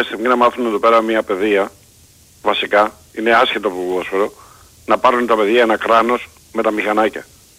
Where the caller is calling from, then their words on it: Vasiliko, Central Greece, Greece; και είμαι από το Βασιλικό Ευβοίας.